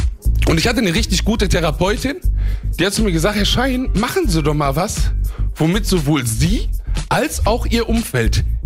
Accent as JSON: {"language": "German", "town": "Duisburg", "region": "North Rhine-Westphalia", "country": "Germany", "tie": "born or raised there", "said": "Ich bin nicht nur im Marxloh aufgewachsen, ich bin in einem Asylheim in Marxloh aufgewachsen."}